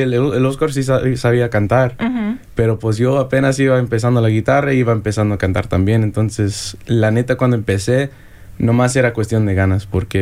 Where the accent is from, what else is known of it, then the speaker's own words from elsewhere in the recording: Toledo, Ohio, United States; also born or lived in Rio Grande Valley, Texas; uno viene desde el Valle de Texas. Ahí nací, pero crecí en Toledo.